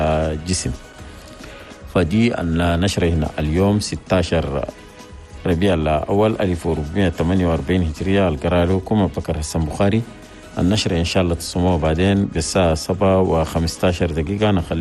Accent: Chad; في بلدنا تشاد.

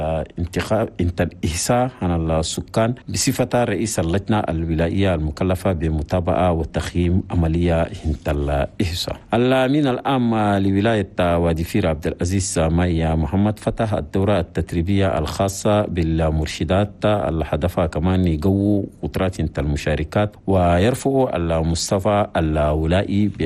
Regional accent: Chad

